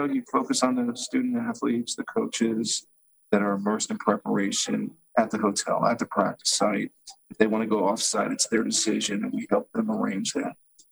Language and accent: English; Miami, Florida, United States; I grew up in Miami